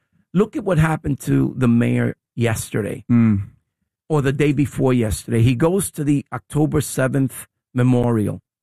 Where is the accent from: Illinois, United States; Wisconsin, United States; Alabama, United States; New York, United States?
New York, United States; New York City; I come from the Lower East Side, bro. I'm an immigrant. I hustled.